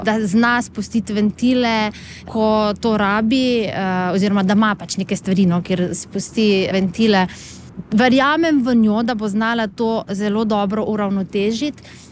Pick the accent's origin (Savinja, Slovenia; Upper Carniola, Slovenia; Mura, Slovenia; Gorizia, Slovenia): Savinja, Slovenia; Šentjur; Ja, mi smo iz Šentjurja pri Celju, tako da v Šentjurju smo naložili avto